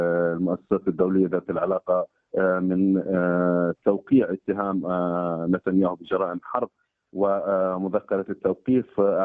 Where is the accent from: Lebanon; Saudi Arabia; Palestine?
Palestine; كإنسان فلسطيني يحاول الوصول إلى حالة من الأمان على الأرض الفلسطينية